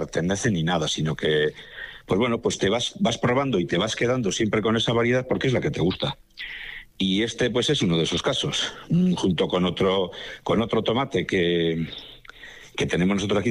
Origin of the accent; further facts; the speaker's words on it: Areatza, Basque Country, Spain; un caserío que está aquí en, pertenece como municipio a Zeanuri, muy cerquita de Areatza, porque nosotros somos de Areatza en realidad.